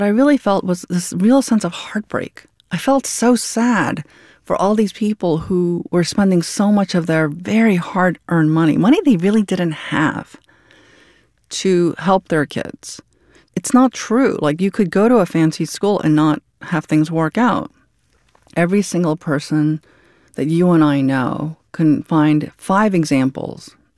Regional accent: New York City, New York, United States; born or raised there

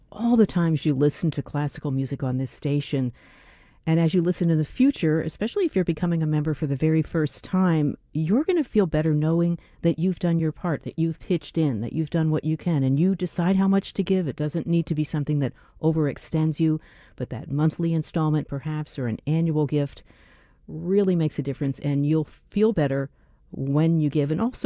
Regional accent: New York City, New York, United States; Growing up in New York City or near New York City, it was a commercial classical station that I had access to.

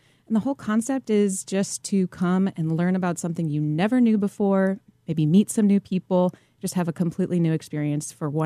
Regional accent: Colorado, United States; now in Kansas City, United States; We come from Colorado, and the brewery culture there is very committed to their local communities. And when we decided to open a brewery in Kansas City

